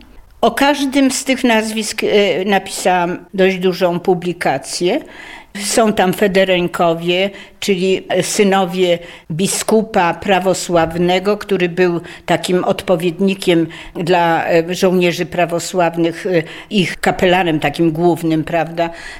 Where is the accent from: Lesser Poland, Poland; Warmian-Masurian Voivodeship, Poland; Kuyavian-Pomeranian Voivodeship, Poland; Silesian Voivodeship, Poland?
Kuyavian-Pomeranian Voivodeship, Poland; now in Komorów, Poland; ja jestem z głębi Polski, jestem z Kujaw, z Pomorza